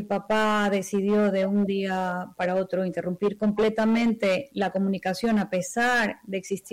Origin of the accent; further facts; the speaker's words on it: Ecuador; moved away; yo soy una madre ecuatoriana